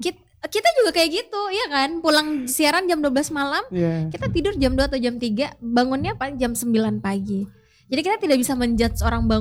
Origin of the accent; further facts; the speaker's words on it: Palu, Central Sulawesi, Indonesia; kita sebagai warga Kota Palu juga bangga dong.